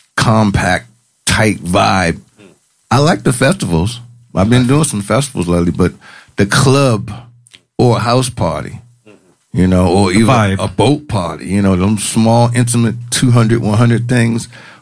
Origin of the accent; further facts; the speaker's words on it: London, United Kingdom; accent: British; I got the accent, but man, I'm a Londoner. I got the accent.